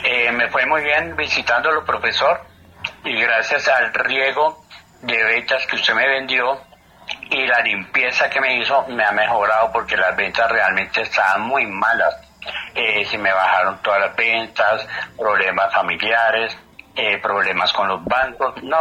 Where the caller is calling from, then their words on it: Bello, Antioquia, Colombia; Lo llamo de Bello, Antioquia.